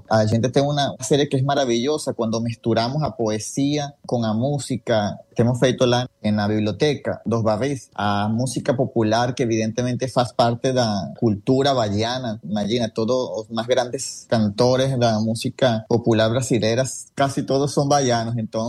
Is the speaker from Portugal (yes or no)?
no; Venezuela; Portuguese is a second language; moved away as an adult; now in Brazil; Eu sou venezuelano, que estou morando aqui no Brasil desde 2018.